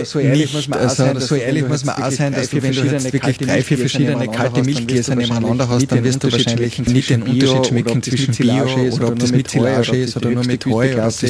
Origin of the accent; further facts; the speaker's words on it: Styria, Austria; moved away as an adult; now in Millstätter See, Carinthia, Austria; Also meine Frau ist überhaupt aus Wien. Ich komme aus der Steiermark